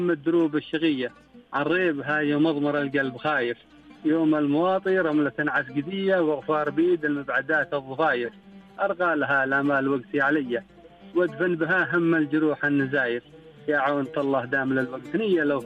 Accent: Dhofar, Oman

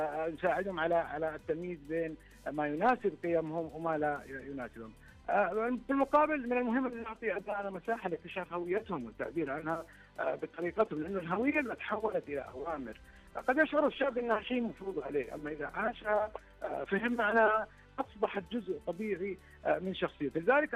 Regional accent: Saudi Arabia

